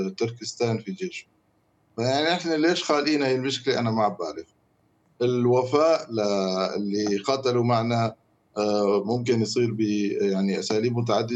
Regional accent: Syria; نحن كسوريين

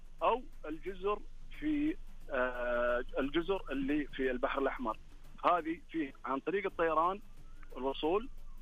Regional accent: Saudi Arabia

